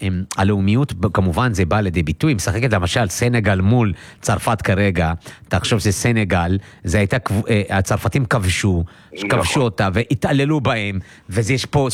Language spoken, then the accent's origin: Hebrew; Arad, Southern District, Israel; אני גם מערד